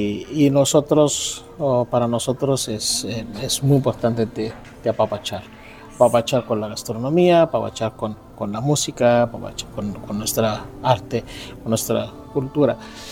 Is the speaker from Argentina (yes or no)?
no; Mexico; Siento que se logra transmitir un poquito lo que somos los mexicanos